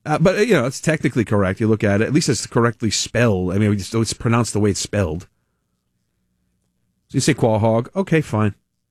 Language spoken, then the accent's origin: English; Rhode Island, United States; I'm born and raised in Rhode Island.